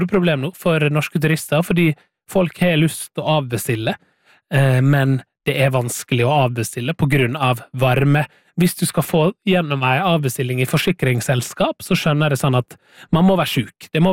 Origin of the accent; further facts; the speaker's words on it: Møre og Romsdal, Norway; moved away; Jeg vet jo for eksempel at min familie, mine foreldre hjemme på Sunnmøre ganske irritert over at de sender snaps fra hovedstaden med sol og 28 grader når de selv opplever regn.